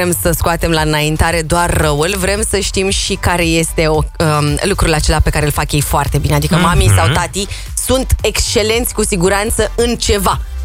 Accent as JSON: {"language": "Romanian", "town": "Târgu Jiu", "region": "Gorj County", "country": "Romania", "accent": "Târgu Jiu", "said": "Eu cu accentul meu de Târgu Jiu"}